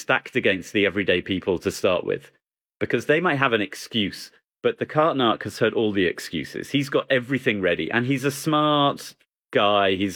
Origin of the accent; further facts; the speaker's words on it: England, United Kingdom; sorry, I'm English. I call it a shopping trolley.